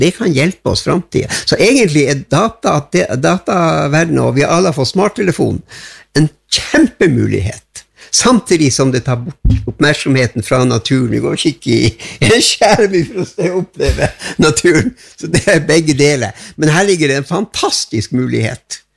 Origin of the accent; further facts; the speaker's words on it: Gratangen, Troms, Norway; Swedish is a second language; jag är en enkel same från Grattangen i Troms